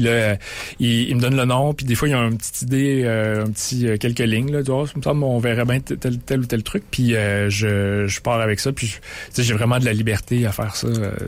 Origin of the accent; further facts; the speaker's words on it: Sainte-Brigitte-de-Laval, Quebec, Canada; now in Quebec City, Canada; j'ai grandi pas loin d'ici, à Sainte-Brigitte-de-Laval. Mm-hmm. Tu sais, vraiment dans un milieu naturel. Il y avait la rivière derrière chez nous, la forêt devant